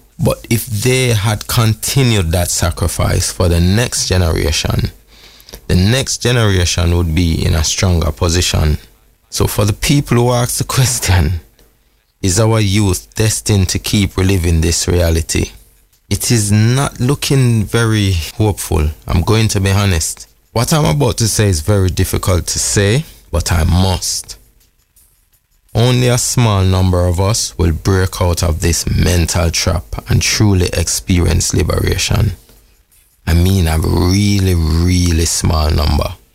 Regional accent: Jamaica; I am from Jamaica. We grew up looking at people of African descent in positions of leadership.

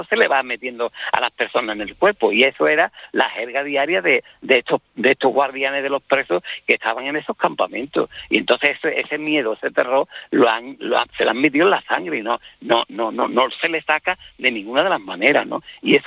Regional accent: Spain; aquí somos todos españoles

